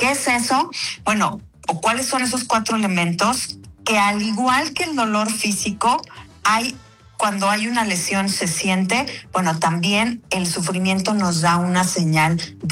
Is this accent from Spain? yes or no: no; Mexico; Como mexicanos, luego tenemos muchísimo la idea o la creencia de que tenemos que merecer las cosas